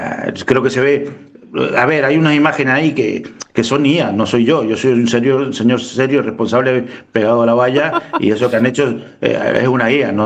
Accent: Argentina; now in Spain; soy argentino

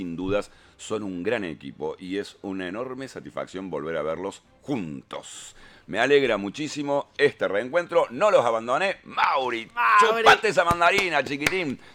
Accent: Argentina; como somos los argentinos, de debatirnos todo

